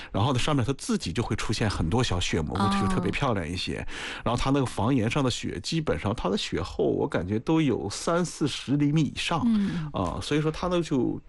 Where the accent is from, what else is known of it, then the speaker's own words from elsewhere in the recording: Dalian, Liaoning, China; moved away; 因为我们老家是大连的，我老家大连的时候正常冬天也就在零下七八度，偶尔说来一场寒流，可能12度，最冷最冷到15-16度，已经非常非常冷了，我们都觉得已经就太冷了，受不了这种了，平常就是零上到零下七八度这种